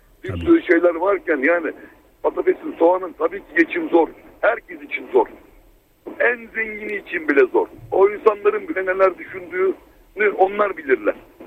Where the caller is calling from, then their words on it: Istanbul, Turkey; İstanbul'dan arıyorum.